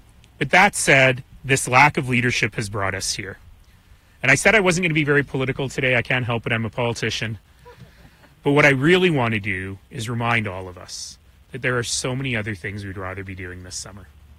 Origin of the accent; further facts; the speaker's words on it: Canada; saying we are Canadian and we will always be Canadian.